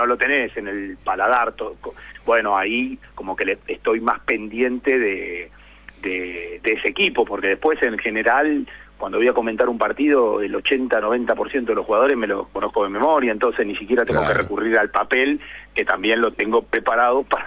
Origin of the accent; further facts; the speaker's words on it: Argentina; lo que nos tiene que dejar tranquilos como argentinos es que hay una linda generación